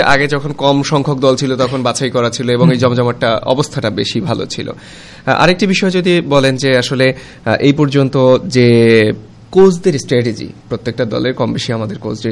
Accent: Bangladesh

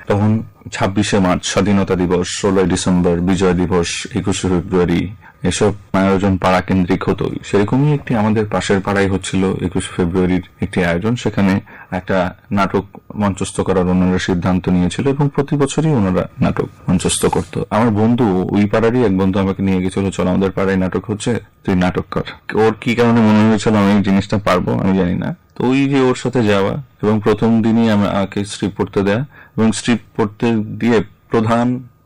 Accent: Chittagong, Chittagong Division, Bangladesh; moved away as an adult; now in Dhaka, Bangladesh; আমার জন্ম এবং বেড়ে ওঠা চট্টগ্রামে, ওখানেই আমার স্কুল কলেজ শেষ করা। চট্টগ্রামের পাহাড়, সমুদ্র, চট্টগ্রামের মাঠ ঘাট, ওগুলো দেখেই আমি বড় হয়েছি। তারপরে একেবারে পড়াশোনার শেষ পর্যায়ে এসে আমি ঢাকায় আসি।

